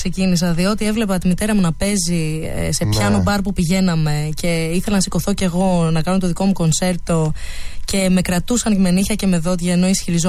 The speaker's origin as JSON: {"language": "Greek", "town": "Chalandri", "region": "Attica", "country": "Greece", "tie": "born or raised there", "said": "Μεγάλωσα στο Χαλάνδρι."}